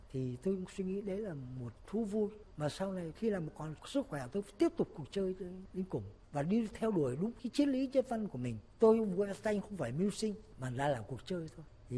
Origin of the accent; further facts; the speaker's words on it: Bac Giang, Vietnam; now in Hanoi, Vietnam; Thực ra thì quê tôi là ở Bắc Giang. Thế bây giờ tôi sống ở Hà Nội cũng lâu rồi, từ năm 51 cơ.